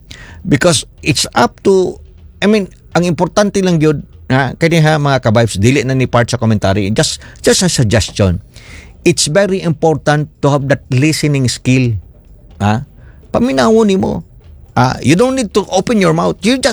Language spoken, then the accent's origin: Tagalog; Mindanao, Philippines; first language Cebuano; Tagalog is a second language; also born or lived in Cebu; I am from Cebu but I grew up in Jansan, in Mindanao. At saka sabi ko nga, melting pot kami ron. Kaya marunong kami mag-Tagalog, marunong kami mag-Ilonggo